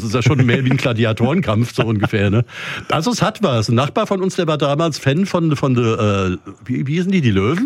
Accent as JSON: {"language": "German", "country": "Switzerland", "moved": "yes", "said": "ich bin ja Schweizer, wie schon so oft erwähnt."}